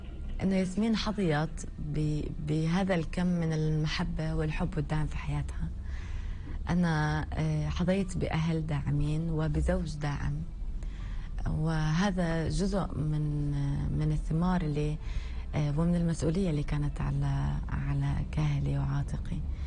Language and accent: Arabic; Palestine; أيضا كتابنا الفلسطينيين من اتحاد الكتاب لوزارة الثقافة.